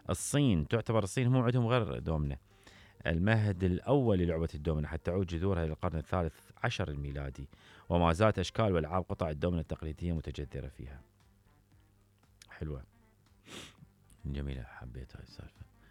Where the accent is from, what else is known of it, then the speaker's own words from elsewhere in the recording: Iraq; وانا حقيقة تفاجئت لانه الشطرنج هو ليست لعبة او معتمدة عندنا في العراق